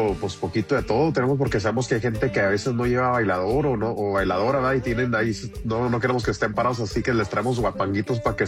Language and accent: Spanish; Chihuahua, Mexico; now in United States; ya yo y el del bajo somos de Chihuahua